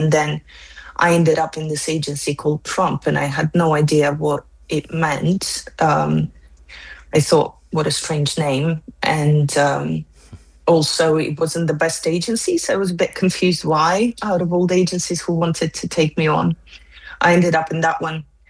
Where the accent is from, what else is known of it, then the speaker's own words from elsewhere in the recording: Russia; English is a second language; Oh, well, Russia in the 90s was quite a peculiar place. Not very stable economically, as you can imagine.